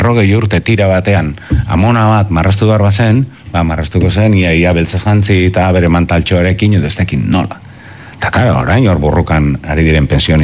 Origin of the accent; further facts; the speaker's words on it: Basque Country, Spain; euskalduna naiz, baina baita ere gizon zuri ba naiz